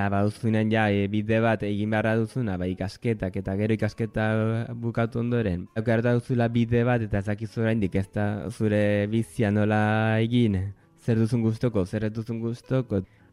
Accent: Elizondo, Navarre, Spain; also born or lived in Mexico; Elizondokoa naiz, 28 urte ditut. Elizondotik gero pastu nintzen Iruñarat, eta Iruñatik Kanborat, eta bukatut Urketan.

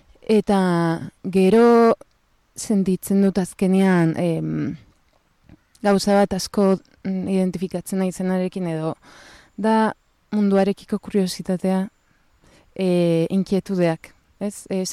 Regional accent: Cádiz, Andalusia, Spain; Eta pues azkenean pizkanaka lortu zuten pues establezitzea Andaluzian eta hor jaio ginen gu ni ta nera izpa. Eta Kadizen egon ginen bizitzen

